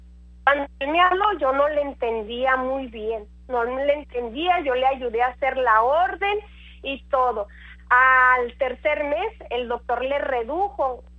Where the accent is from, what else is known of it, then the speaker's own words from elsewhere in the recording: Chihuahua, Mexico; moved away; also born or lived in Detroit, Michigan / Mexico City; Yo estaba estudiando química allá en la Ciudad de México, ¿verdad? Yo soy de Chihuahua.